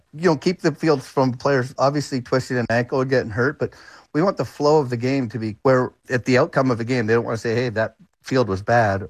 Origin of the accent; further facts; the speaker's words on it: Canada; I'm an avid fan and I'm a Canadian, so I'll be cheering for several teams, including Canada.